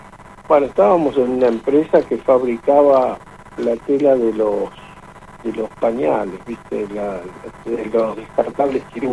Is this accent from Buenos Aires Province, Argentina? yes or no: yes; Carmen de Areco, Buenos Aires Province, Argentina; Carmen de Areco.